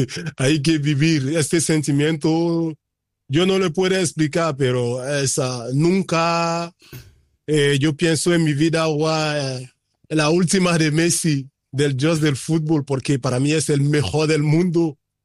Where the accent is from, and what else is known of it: Benin